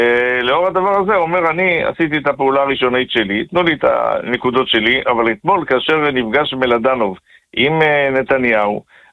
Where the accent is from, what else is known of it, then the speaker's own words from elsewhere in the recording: Jerusalem, Jerusalem District, Israel; born there; וגם אני כנער מתבגר בירושלים